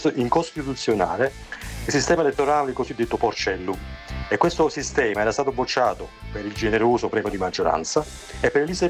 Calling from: Pisa, Tuscany, Italy

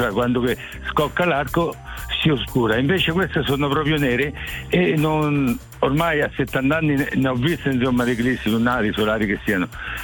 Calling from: Montefranco, Umbria, Italy; Montefranco, Terni.

